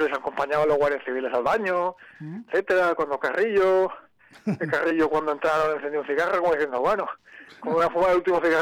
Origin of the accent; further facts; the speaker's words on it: Palma, Balearic Islands, Spain; moved away; Yo estoy empadronado en Palma. Yo no vivo en Palma normalmente